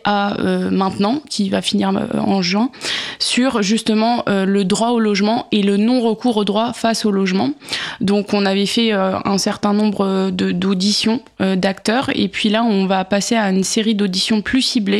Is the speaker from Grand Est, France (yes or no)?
yes; Étain, Grand Est, France; moved away as an adult; now in Lyon, France; Moi, j'ai commencé au conseil municipal des jeunes de ma petite ville de Meuse à Étain, dont je suis originaire, puisque je suis partie de la Meuse après mon baccalauréat pour faire mes études à Lyon.